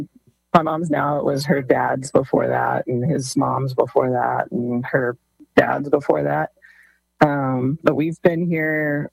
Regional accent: Odessa, Texas, United States; now in Menard, United States; No, I grew up in Odessa in the real oil country.

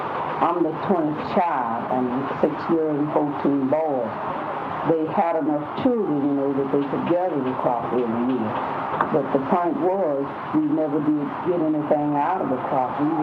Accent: United States; born there; I was born 1917 in Montgomery County, October 6th.

